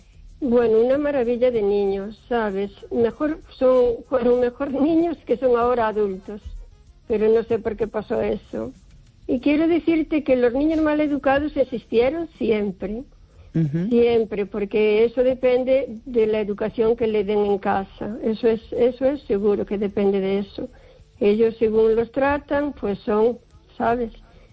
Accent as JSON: {"language": "Spanish", "town": "O Carballiño", "region": "Galicia", "country": "Spain"}